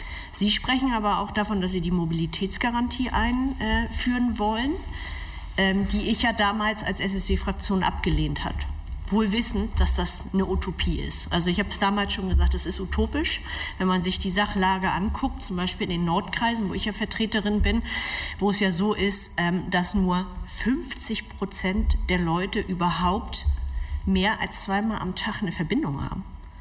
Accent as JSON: {"language": "German", "region": "Schleswig-Holstein", "country": "Germany", "said": "Der Kreis Nordfriesland, wo ich herkomme, die haben vor 20 Jahren schon die Systeme so gedacht wie Smile24 und haben Rufbussysteme eingeführt."}